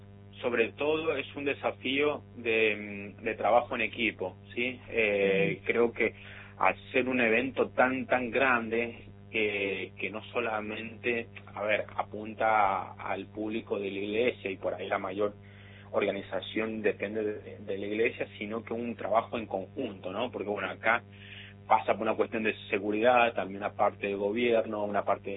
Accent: Argentina; por ahí cuesta, como somos argentinos, pero cuesta dejar las diferencias

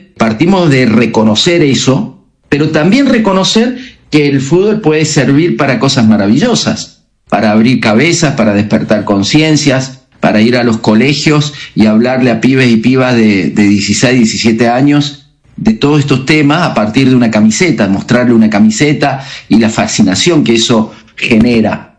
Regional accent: Godoy Cruz, Mendoza, Argentina; now in Córdoba, Argentina; Soy mendocino, sí. De Godoy Cruz, y... Pero sí, como decís vos, vivo en Córdoba hace 34 años.

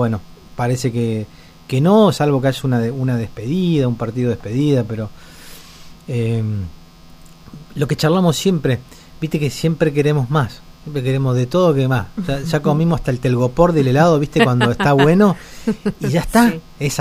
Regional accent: Argentina; cómo somos los argentinos

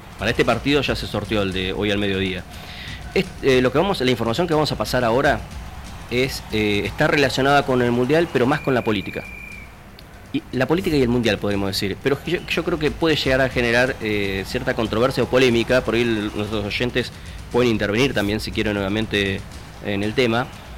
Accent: Argentina; En un mundial no sufrir, y siendo argentina, me parece que va a pasar así.

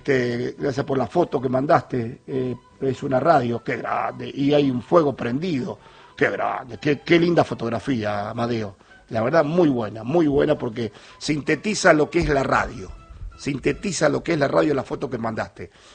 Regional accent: Pico Truncado, Santa Cruz, Argentina

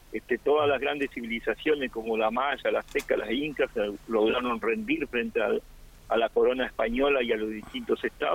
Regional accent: Puerto Santa Cruz, Santa Cruz, Argentina; Yo me acuerdo cuando llegué a Puerto Santa Cruz, que te contaba fuera del micrófono, que no nací en Puerto Santa Cruz, pero cuando llegué en el 80... Yo llegué en febrero, marzo

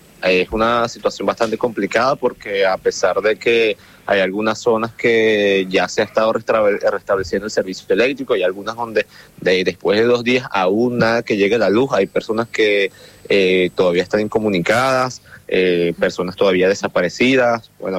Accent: Venezuela; now in Guatire, Venezuela

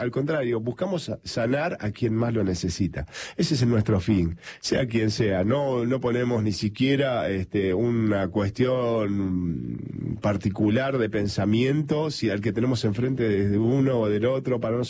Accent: Argentina; Somos argentinos, somos de sangre caliente

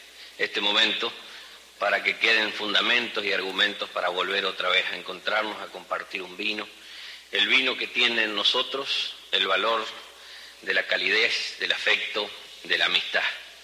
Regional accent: Chaco, Argentina; ya que no soy yo de Buenos Aires, sino yo soy de una provincia, se llama Chaco, que está en el noreste.

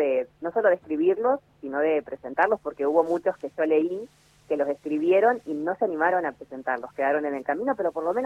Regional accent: Campo Grande, Misiones, Argentina; also born or lived in Chubut; si bien nací en Chubut, me crié en Campo Grande, conozco cómo es la cultura

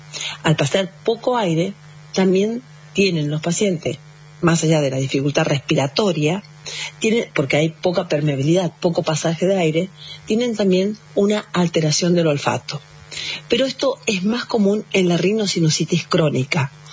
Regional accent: Bella Vista, Corrientes, Argentina; now in Buenos Aires, Argentina; Yo estoy en Bellavista, Corrientes, ocasionalmente, pero trabajo en Buenos Aires, obvio.

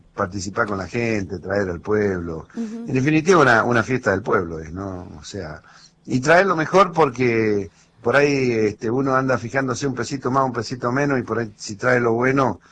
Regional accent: El Bolsón, Patagonia, Argentina; also born or lived in El Hoyo; Yo me acuerdo cuando era chico, ahí en el Hoyo y en Bolsón

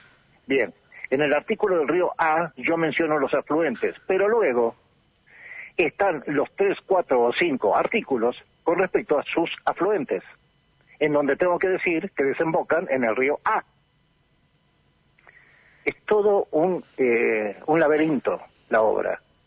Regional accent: Bahía Blanca, Buenos Aires Province, Argentina; now in Patagonia, Argentina; Soy patagónico por adopción, llegué en el año 78 de Bahía Blanca. Ingresé en la carrera de Historia, profesorado en Historia

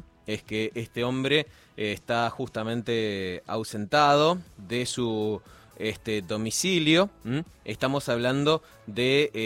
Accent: Río Grande, Tierra del Fuego, Argentina; todo lo que vivimos en el día de ayer como riograndenses

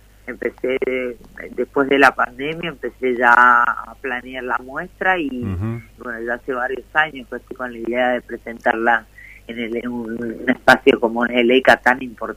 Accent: Mendoza, Argentina; moved away as an adult; also born or lived in Buenos Aires; quería hacerla en Mendoza porque es mi tierra

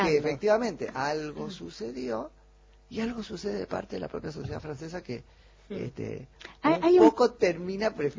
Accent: Argentina; ¿Estarán enojados porque, somos argentinas?

